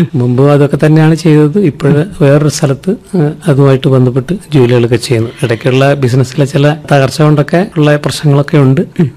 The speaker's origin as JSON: {"language": "Malayalam", "town": "Kannur", "region": "Kerala", "country": "India", "tie": "born or raised there", "lives_now": "Thalassery, India", "said": "കണ്ണൂര് മുണ്ടയാടായിരുന്നു ഞാൻ ജനിച്ചതൊക്കെ."}